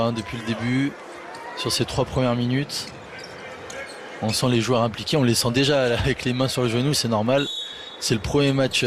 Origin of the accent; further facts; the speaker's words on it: France; quand on est français